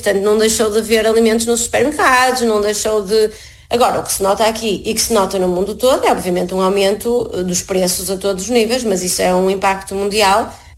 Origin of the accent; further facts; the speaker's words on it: Portugal; moved away as an adult; now in Abu Dhabi, United Arab Emirates; eu enquanto portuguesa, pensei e achei, e assim fui criada